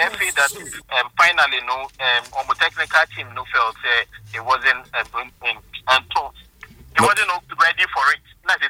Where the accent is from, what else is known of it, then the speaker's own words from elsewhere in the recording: Ghana; But as a Ghanaian, I feel, say, as far as possible, near the course.